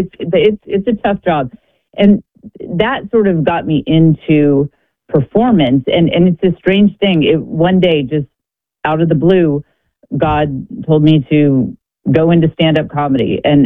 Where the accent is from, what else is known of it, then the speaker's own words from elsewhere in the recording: Austin, Texas, United States; I mean, I'm from Austin, Texas. I don't have any connection with Green Bay